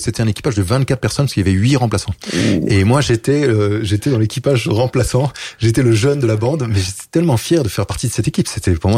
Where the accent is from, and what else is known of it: Paris, Île-de-France, France; born or raised there